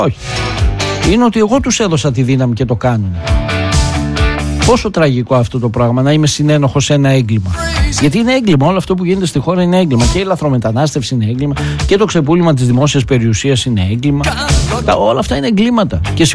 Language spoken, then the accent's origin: Greek; Greece